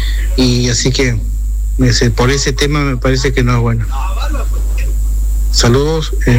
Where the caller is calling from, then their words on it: Gobernador Virasoro, Corrientes, Argentina; de Virasoro.